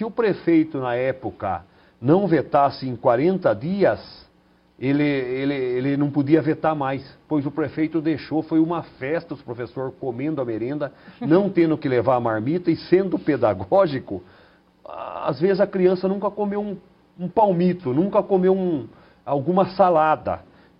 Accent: Sorocaba, São Paulo, Brazil; eu vim da periferia de Sorocaba

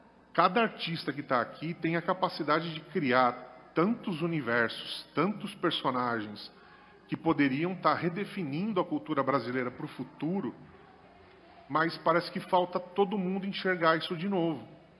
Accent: Praia Grande, São Paulo, Brazil; Lá eu sou de Praia Grande, lá no edital do Paulo Gustavo e no PNAB são 3 vagas para obras literárias.

